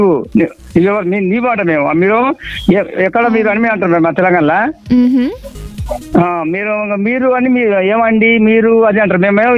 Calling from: Telangana, India; accent: Telangana; madam, మాది తెలంగాణ కాబట్టి కొంచెం మాట అలాగ ఉంటుంది

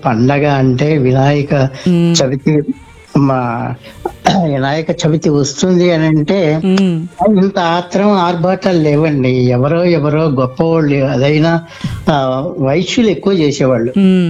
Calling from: Bhadradri Kothagudem district, Telangana, India; భద్రాద్రి కొత్తగూడెం జిల్లా నెవరు బస్తీ నుంచి మాట్లాడుతున్నాను.

